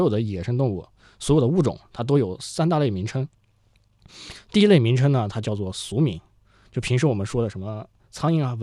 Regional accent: China; 因为我们是中国人

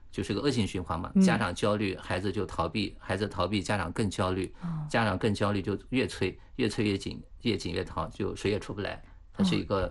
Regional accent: China; 所以我们中国人经常说什么

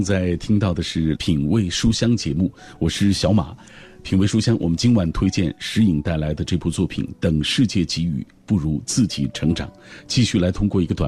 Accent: Changji, Xinjiang, China; moved away; 我们才发现我们来自新疆的同样一座小

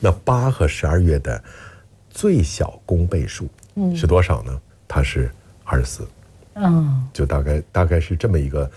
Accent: Northeast China, China; 我是东北人，我老家东北，我们东北人再勤奋，你也只能是一年一暑，是吗？

